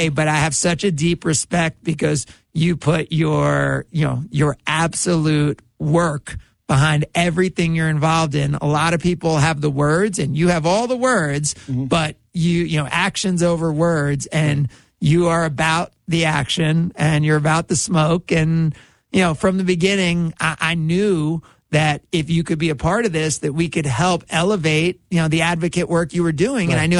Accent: New Jersey, United States; now in Milwaukee, United States; I'm from the East Coast and I'm from Jersey.

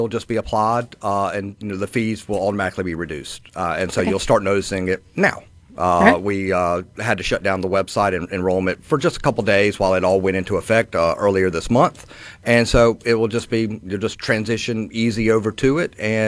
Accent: Mississippi, United States; I mean, you know, growing up in Mississippi all my life, and you know, we're always kind of the butt of everybody's joke, but we're not anymore.

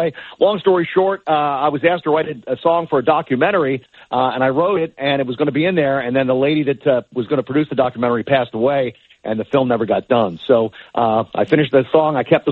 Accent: Philadelphia, Pennsylvania, United States; I grew up in Philadelphia. So when I was a kid, the Phillies, the Flyers, the Eagles, and the Sixers weren't very good.

